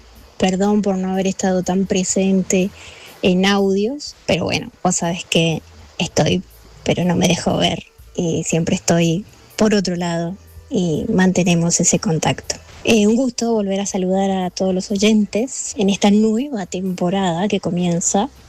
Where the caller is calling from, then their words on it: Seville, Andalusia, Spain; de Sevilla.